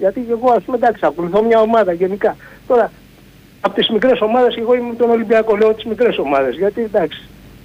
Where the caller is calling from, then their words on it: Aigaleo, Attica, Greece; είμαι από Εγάλεο.